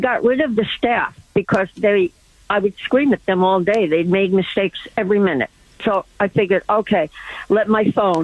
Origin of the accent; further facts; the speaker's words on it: New York City, New York, United States; moved away as an adult; now in Manhattan, United States; We moved to Manhattan from Brooklyn.